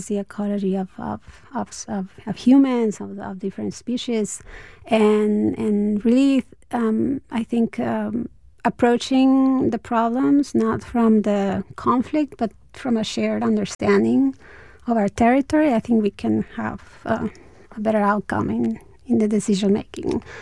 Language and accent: English; Tijuana, Baja California, Mexico; English is a second language; moved away as an adult; now in San Diego, United States; I grew up in Tijuana up until high school, and I didn't speak English well until I started my college here.